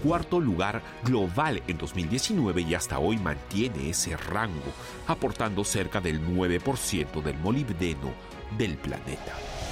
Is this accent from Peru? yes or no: yes; Peru